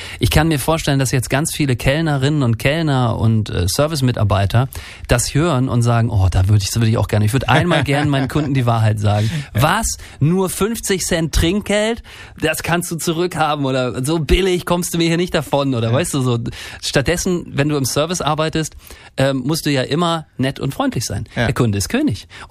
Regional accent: Rostock, Mecklenburg-Vorpommern, Germany; ich komme ja aus Rostock

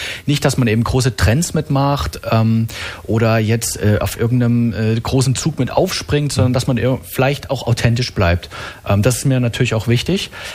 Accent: Saxony, Germany; moved away as an adult; now in Karlsruhe, Germany; dort fühle ich mich fast so heimisch wie natürlich jetzt in der sächsischen Schweiz, wo ich aufgewachsen bin.

